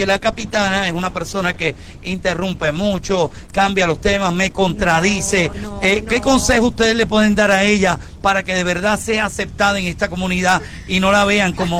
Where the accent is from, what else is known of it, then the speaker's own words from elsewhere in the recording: Puerto Rico; now in Miami, United States; Para mí, como puertorriqueño, trabajar en una emisora tan prestigiosa en el exilio